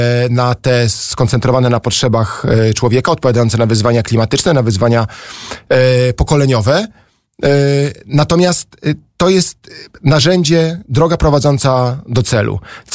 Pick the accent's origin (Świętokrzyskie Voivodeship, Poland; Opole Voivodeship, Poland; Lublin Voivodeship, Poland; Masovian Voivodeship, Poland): Masovian Voivodeship, Poland; Warsaw; Ja się wychowywałem w tej okolicy i tam wszystkie swoje wagary na Chmielnej spędziłem